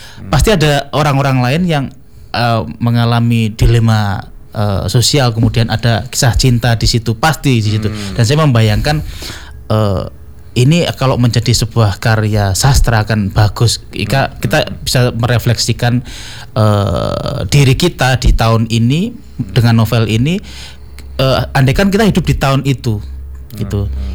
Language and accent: Indonesian; Madiun, East Java, Indonesia; saya asli orang Madiun.